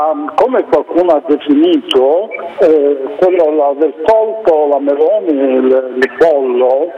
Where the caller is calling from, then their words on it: Genoa, Liguria, Italy; io sono a Genova dal 65